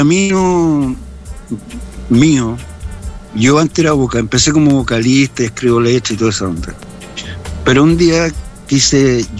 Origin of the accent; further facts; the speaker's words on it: Viña del Mar, Valparaíso, Chile; now in Los Angeles, United States; Es que yo soy de Viña, así que todos los equipos de la quinta región, compadre, tienen mi cariño.